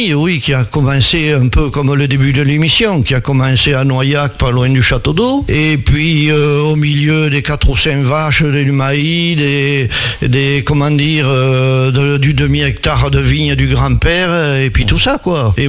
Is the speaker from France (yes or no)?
yes; Nouvelle-Aquitaine, France; Alors donc, on a habité sur le port de Richard.